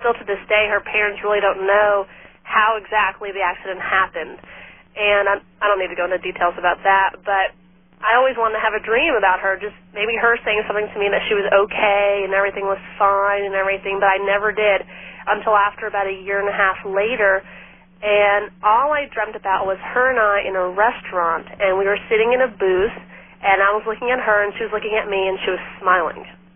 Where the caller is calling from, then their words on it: Las Vegas, Nevada, United States; I'm calling from Las Vegas, Nevada.